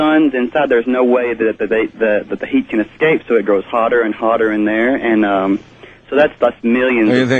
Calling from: Birmingham, Alabama, United States; I'm calling from Birmingham WERC 960.

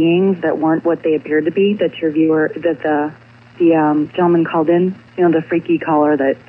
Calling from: Los Angeles, California, United States; Hi, this is … from Hollywood, California.

